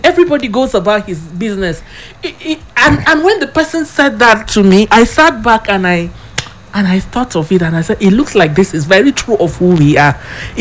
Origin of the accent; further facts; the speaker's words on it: Plateau, Nigeria; I am from Langtang South. I'm not mixing words. For as a Langtang South person